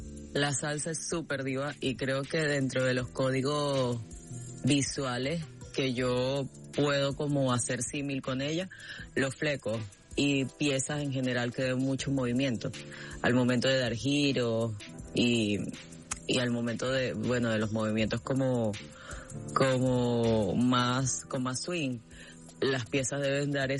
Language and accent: Spanish; Barinas, Venezuela; Yo soy de Barinas, y en Barinas la música llanera y el joropo se bailaba o se baila con faldas muy largas